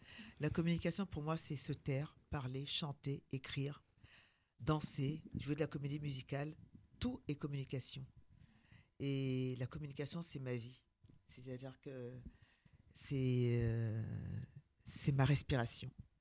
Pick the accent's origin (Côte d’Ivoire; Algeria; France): Côte d’Ivoire; Toumodi, Lacs; also born or lived in Abidjan; Et à un mois, je suis allée au village d'abord à Abidjan et j'ai grandi à Toumoudi. Toumoudi, c'est vraiment le centre de la Côte d'Ivoire par lequel on passait pour aller partout.